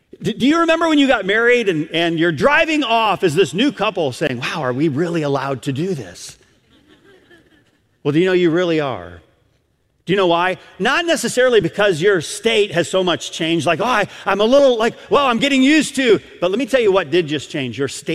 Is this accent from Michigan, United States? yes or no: yes; Michigan, United States; I'm a Michigander. I grew up in Michigan.